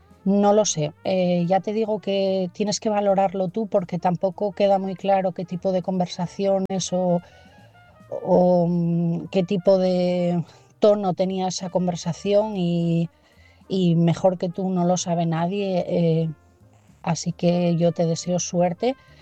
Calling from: Asturias, Spain; de Asturias y mi mensaje esta noche es para Loli.

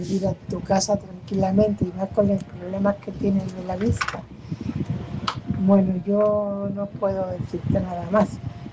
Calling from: Fuenlabrada, Community of Madrid, Spain; corresponsal de Fuenlabrada.

